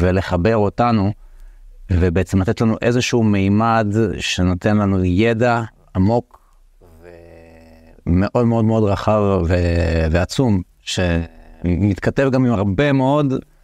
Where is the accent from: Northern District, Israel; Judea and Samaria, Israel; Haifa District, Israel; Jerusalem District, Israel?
Haifa District, Israel; Hadera; גדלתי בחדרה.